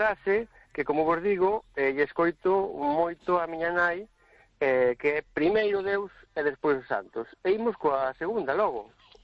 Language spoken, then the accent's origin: Galician; Quiroga, Galicia, Spain; eu como son de Quiroga, non está moi lonxe do barco, pois farei unhas pesquisas.